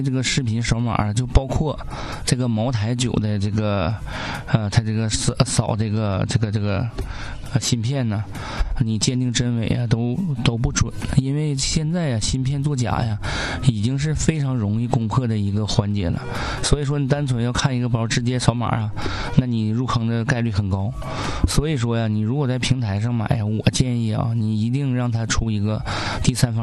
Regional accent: Northeast China, China; accent: Northeastern Mandarin (Dongbei); 用咱们东北话讲

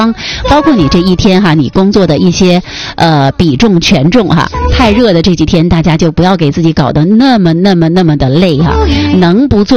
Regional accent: Northeast China, China; 然后我们东北人呢就是比较豪爽，比较热情哈，也比较实诚。

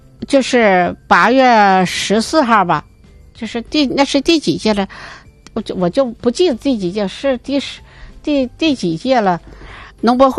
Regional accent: Jilin, China; 因为我们是吉林人

